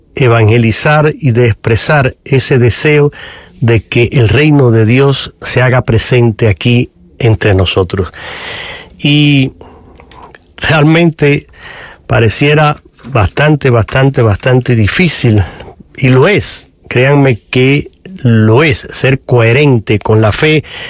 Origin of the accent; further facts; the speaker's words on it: Cuba; now in United States; Es inmigrante, al igual que este servidor … que soy cubano. Los dos abandonamos nuestros países por razones y motivos y estamos aquí en Estados Unidos